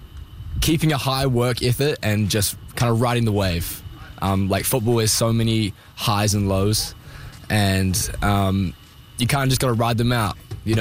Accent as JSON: {"language": "English", "region": "Wellington", "country": "New Zealand", "moved": "as an adult", "lives_now": "Sydney, Canada", "said": "I'm from Wellington, which is the capital city of New Zealand. So it's kind of 300,000 people."}